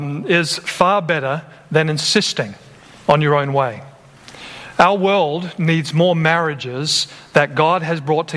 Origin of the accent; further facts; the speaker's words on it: Australia; now in United States; And I'm a guy from Australia. I'm here in America, and I'm thinking, well, maybe this is just a cultural thing.